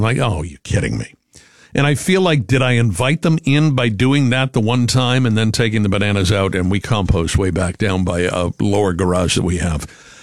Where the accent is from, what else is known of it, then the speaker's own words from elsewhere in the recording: New Jersey, United States; born there; also born or lived in Massachusetts; when I moved from Massachusetts to New Jersey as a kid